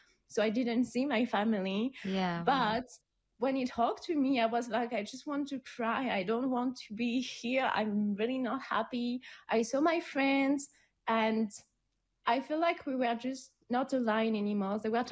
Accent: France; English is a second language; moved away as an adult; also born or lived in United States; I was super depressed to be back in my home country. And I didn't know what to do. I missed the US so much, and I miss it so much that I went back to France on September

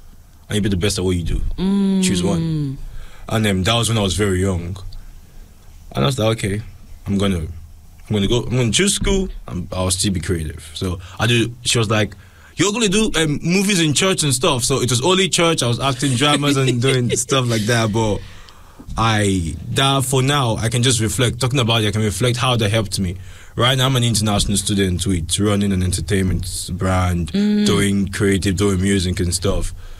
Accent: Nigeria; accent: African; moved away

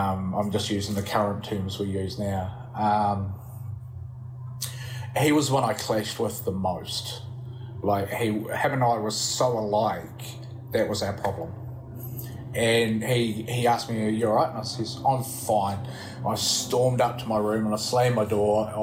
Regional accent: Timaru, Canterbury, New Zealand; I was going back to stay with a guy that I grew up with in Timaru

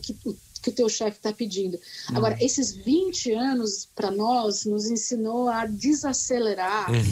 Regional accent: Brazil; moved away as an adult; now in New Zealand; para nós como brasileiros

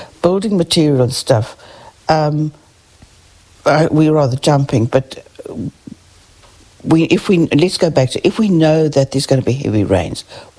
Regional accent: Cape Town, Western Cape, South Africa; moved away; I grew up in South Africa

